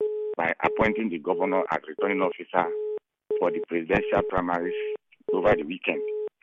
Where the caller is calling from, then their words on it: Rivers, Nigeria; I'm calling from Rema Community.